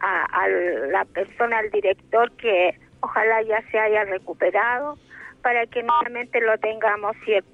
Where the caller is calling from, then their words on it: La Granja, Santiago Metropolitan Region, Chile; De la granja